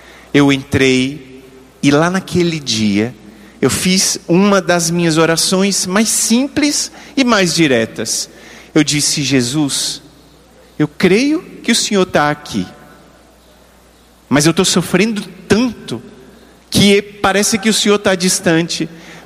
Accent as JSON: {"language": "Portuguese", "town": "Brasília", "region": "Federal District", "country": "Brazil", "tie": "born or raised there", "said": "lá em Brasília, onde eu nasci"}